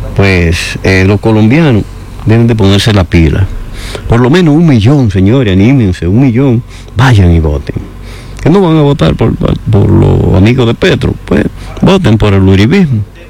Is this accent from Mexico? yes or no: no; Dominican Republic; mi país, República Dominicana